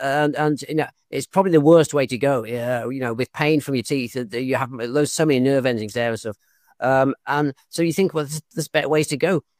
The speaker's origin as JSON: {"language": "English", "region": "England", "country": "United Kingdom", "said": "in the 80s, just think, we as an English country, we didn't have the internet and stuff."}